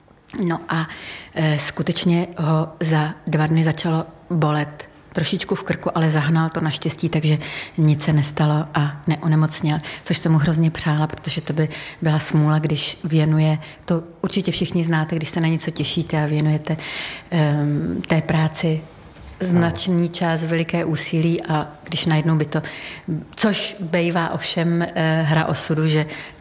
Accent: Petřkovice, Moravian-Silesian Region, Czechia; Petřkovicích.

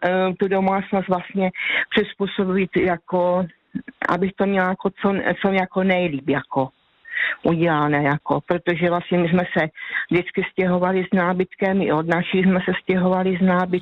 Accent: Váh valley, Slovakia; Czech is a second language; now in Czech Republic; No, protože prostě já jsem z Vážska, tam je zase jiná řeči

